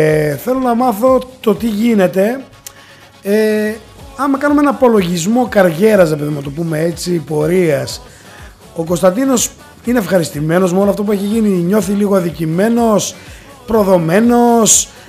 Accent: Argos Orestiko, Western Macedonia, Greece; εκεί στο Άργος Οριστικό, στα μέρη μου, στο νομό Καστοριάς

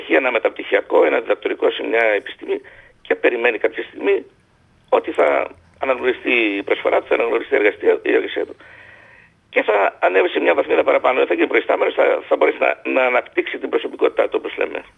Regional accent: Epirus, Greece; Είμαι από την Ήπειρο

